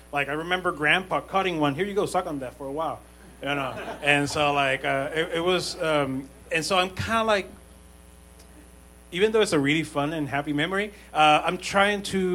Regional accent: Puerto Rico; So as I was saying, I'm from Puerto Rico

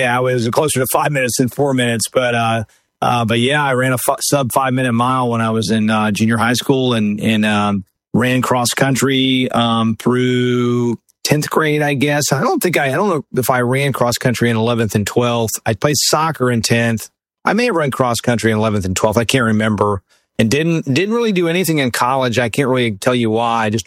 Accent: Jacksonville, Florida, United States; also born or lived in Atlanta / Merritt Island, Florida / Vero Beach, Florida; then we traveled, live in Merritt Island, Florida, Vero Beach, Florida, then Jacksonville, Florida, and put roots down really in Jacksonville, where I would say I grew up from second grade all the way through high school

